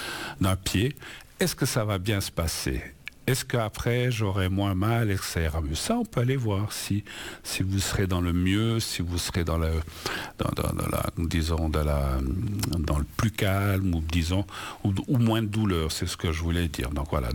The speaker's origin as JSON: {"language": "French", "country": "Spain", "lives_now": "Switzerland", "said": "C'est le cas, alors, jusqu'à présent, de l'Espagne, de mon pays d'origine, l'Espagne, où j'avais un oncle qui disait « Oh, ici en Suisse, vous êtes quand même bien loti"}